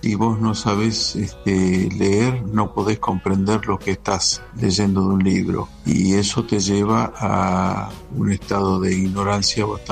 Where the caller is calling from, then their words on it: Claromecó, Buenos Aires Province, Argentina; de Claromecó